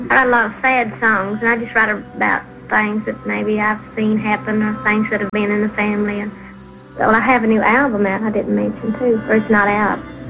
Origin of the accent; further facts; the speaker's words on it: Sevierville, Tennessee, United States; born there; I was born on January the 19th, 1946, in Sevier County. It's Sevierville, Tennessee. It's a little town between Knoxville, Tennessee and Gatlinburg, Tennessee. And you might shorten it by saying the foothills of the Great Smoky Mountains.